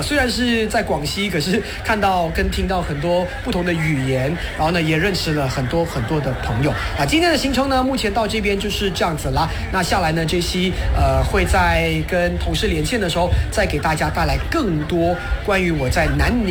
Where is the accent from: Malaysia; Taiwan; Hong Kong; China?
Malaysia; 我们马来西亚人可能在华语方面呢可能会有不一样的词语